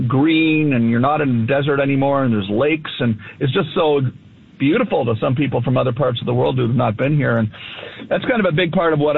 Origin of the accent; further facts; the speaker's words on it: Ottawa, Ontario, Canada; I moved back to Canada, and I got a farm in Ontario. Mm. I grew up in Ottawa, so not far from Ottawa